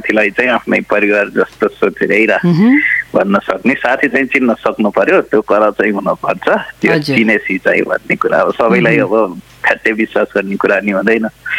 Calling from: Pokhara, Gandaki Province, Nepal

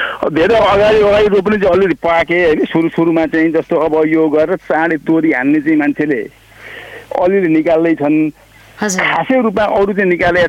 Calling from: Koshi Province, Nepal

